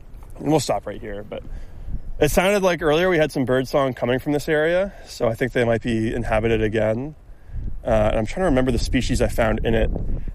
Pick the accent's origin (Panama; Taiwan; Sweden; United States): United States; Potsdam, New York; I'm local, born and raised in Potsdam.